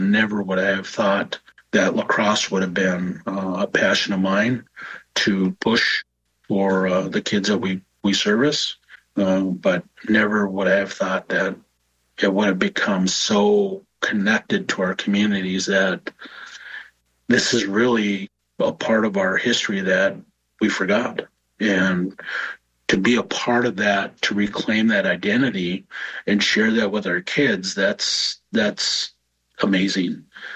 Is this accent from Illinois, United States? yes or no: no; Fond du Lac, Wisconsin, United States; I grew up as … So I'm from Fond du Lac.